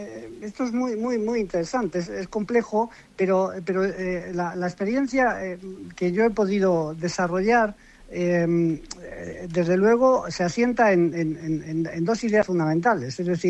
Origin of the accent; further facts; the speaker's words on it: Madrid, Community of Madrid, Spain; yo soy de Madrid, vivo en Madrid, pero soy del Barcelona.